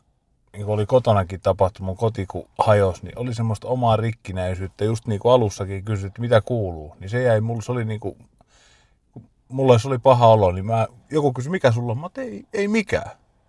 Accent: Espoo, Uusimaa, Finland; moved away; mä oon kasvanut tuolla Espoon keskustassa Suvelassa, että oikein semmoisessa hienossa slummialueella.

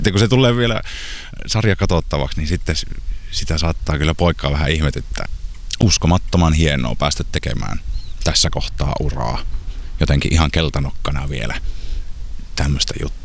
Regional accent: North Savo, Finland; moved away; saa Savossa tehdä niin kuin kotopuolessa tämmöistä niin kuin työtä

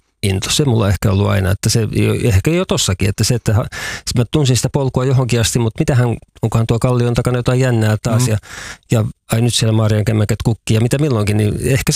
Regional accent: Vantaa, Uusimaa, Finland; now in Kainuu, Finland

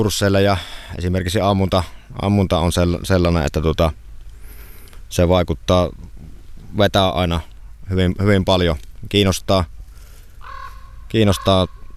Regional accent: Iisalmi, North Savo, Finland; Minä olen Iisalammesta kotoisin.

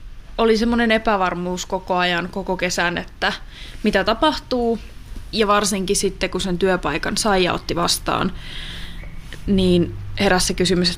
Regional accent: Kokkola, Central Ostrobothnia, Finland; moved away as an adult; now in Vaasa, Finland; Kokkolasta, mistä itse olen kotoisin

